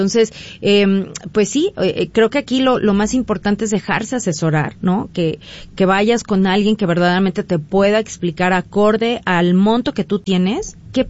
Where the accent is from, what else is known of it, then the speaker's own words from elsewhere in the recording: Mexico; si de por sí, como mexicanos, no tenemos una educación financiera.